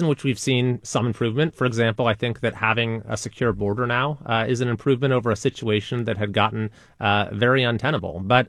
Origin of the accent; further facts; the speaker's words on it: Sacramento, California, United States; This is my home. You know, I was born and raised in the Sacramento area. I went to local public schools here.